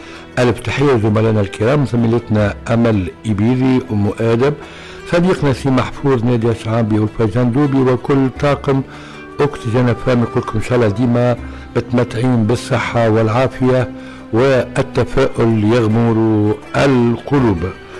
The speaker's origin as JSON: {"language": "Arabic", "country": "Tunisia"}